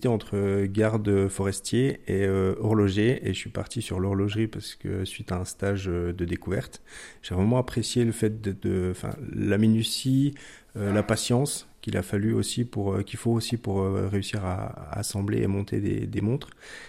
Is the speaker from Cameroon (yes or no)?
no; Mouthe, Bourgogne-Franche-Comté, France; le Haut-Doubs je le connais depuis tout petit puisque j'ai grandi à Moutes, donc à quelques kilomètres d'où j'habite actuellement.